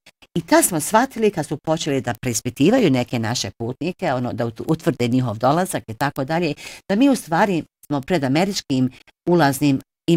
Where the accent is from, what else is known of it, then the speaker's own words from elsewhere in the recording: Bosnia & Herzegovina; A tako da smo se kao pravi Bosanci uputili još jedan kafić gdje smo se družili i upoznavali